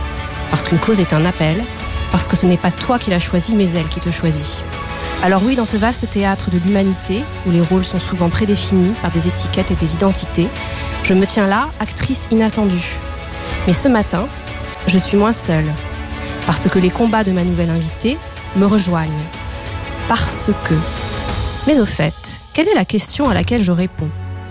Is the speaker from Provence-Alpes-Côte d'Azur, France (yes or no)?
no; Corsica, France; Parce que je suis corse et que je porte cet héritage et noblesse d'âme et de cœur dont il me faut être à la hauteur.